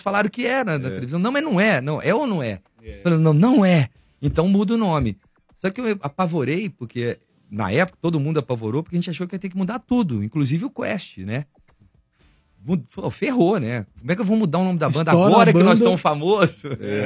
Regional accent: Belo Horizonte, Minas Gerais, Brazil; somos uma banda, somos aqui de Belo Horizonte

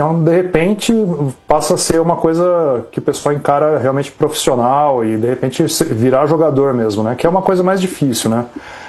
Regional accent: Brazil

